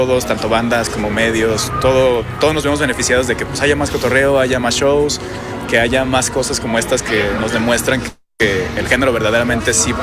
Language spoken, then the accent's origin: Spanish; Guadalajara, Jalisco, Mexico